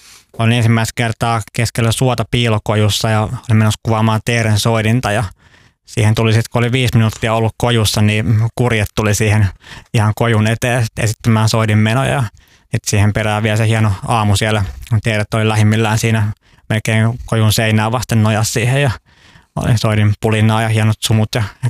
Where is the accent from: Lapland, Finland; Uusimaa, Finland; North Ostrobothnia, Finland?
Uusimaa, Finland; Helsinki; Länsi-Helsingistä.